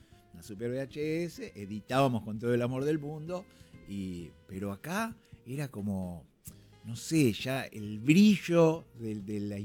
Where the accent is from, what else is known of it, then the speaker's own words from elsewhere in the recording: Mar del Plata, Buenos Aires Province, Argentina; born there; moved away as an adult; now in Buenos Aires, Argentina; yo nací en Mar del Plata